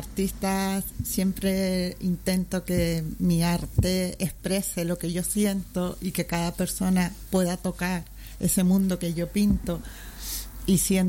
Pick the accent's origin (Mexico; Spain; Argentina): Spain; Vega de San Mateo, Canary Islands; born there; yo nací en La Caldereta, de padre veguero y madre palmera.